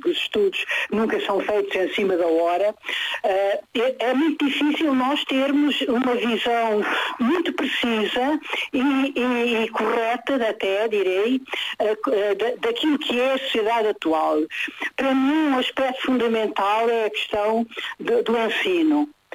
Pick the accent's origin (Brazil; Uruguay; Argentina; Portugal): Portugal; Alentejo; Eu sou alentejana, não é? E, portanto, no sítio onde eu nasci não havia universidades, nem sequer um liceu, havia colégios, não é? E depois eu tive que sair, não é, para poder fazer os diversos graus.